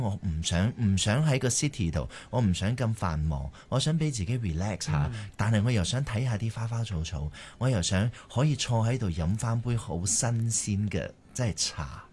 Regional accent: Ipoh, Perak, Malaysia; also born or lived in Malacca / Penang; now in Kuala Lumpur, Malaysia; 系马六甲出世嘅，系啦，咁我喺马六甲出世啦。咁跟住就由细即系读幼稚园咧，就搬咗入去怡保啦。咁就喺怡保咧就读。

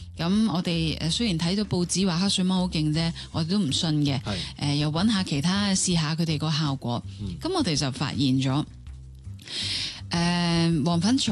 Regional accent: Hong Kong; 咁我其实自己本身就土生土长香港人啦，我哋细细个就冇乜厨余嘅教育嘅每一个概念

